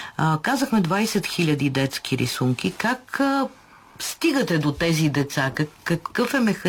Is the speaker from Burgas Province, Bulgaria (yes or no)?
yes; Burgas, Burgas Province, Bulgaria; moved away; Моя роден град